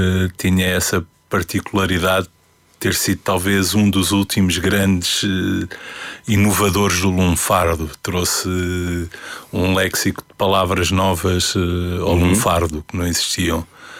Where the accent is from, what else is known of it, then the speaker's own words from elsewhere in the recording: Lisbon, Portugal; born there; Nasci no Príncipe Real.